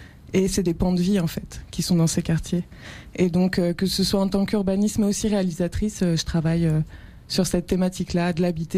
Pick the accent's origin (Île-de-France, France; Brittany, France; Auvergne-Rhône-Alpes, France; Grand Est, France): Île-de-France, France; Paris; Parce que moi, je ne viens pas de Bruxelles, je viens de Paris.